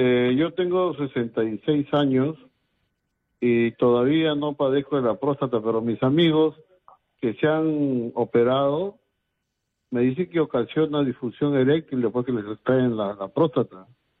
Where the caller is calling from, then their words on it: Trujillo, La Libertad, Peru; llamo de Trujillo.